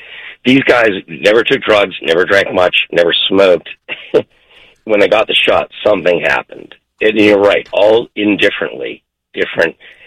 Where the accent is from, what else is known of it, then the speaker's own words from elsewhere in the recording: Boston, Massachusetts, United States; and I grew up in West Roxbury, Jamaica Plain